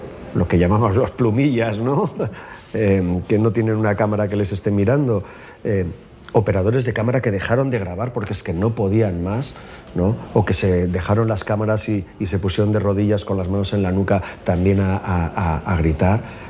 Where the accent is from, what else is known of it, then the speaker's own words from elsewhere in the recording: Irún, Basque Country, Spain; Yo soy de allí también, soy de Irún.